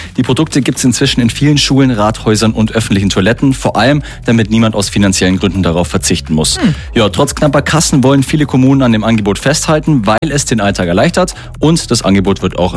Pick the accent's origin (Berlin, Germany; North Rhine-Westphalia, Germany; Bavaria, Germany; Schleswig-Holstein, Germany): Bavaria, Germany; Und dann schauen wir noch in meine Heimat, nach Bayern.